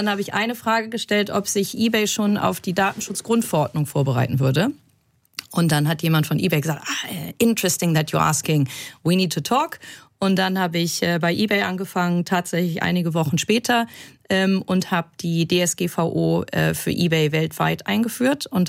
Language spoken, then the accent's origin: German; Bremen, Germany; Also ursprünglich komme ich aus Bremen, Hanseatin dritter Generation, habe in Osnabrück studiert, habe dann in Hamburg promoviert.